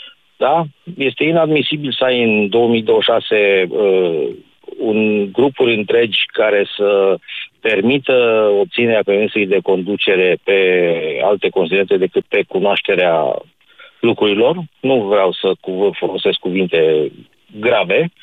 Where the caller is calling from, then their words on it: Bucharest, Romania; că eu sunt din București